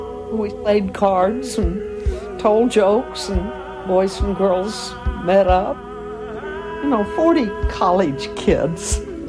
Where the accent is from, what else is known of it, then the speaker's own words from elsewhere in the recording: Tulsa, Oklahoma, United States; We're hungry, and we're from Tulsa, Oklahoma, and we came here to get something to eat.